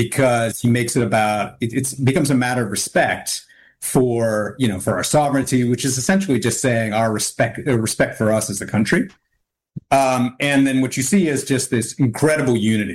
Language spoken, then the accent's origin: English; United States; now in Canada; Well, I should say I'm an American, but I'm an adopted Canadian.